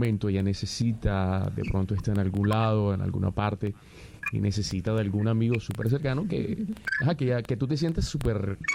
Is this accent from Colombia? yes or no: yes; Barranquilla, Atlántico, Colombia; Yo soy de aquí de Barranquilla.